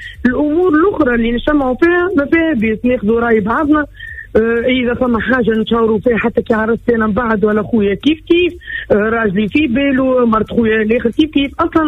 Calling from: Ezzahra, Ben Arous, Tunisia; من الزهرة.

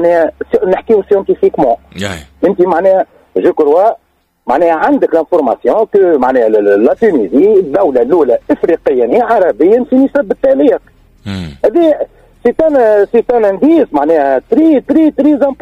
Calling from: Tunisia; انا كشاب تونسي

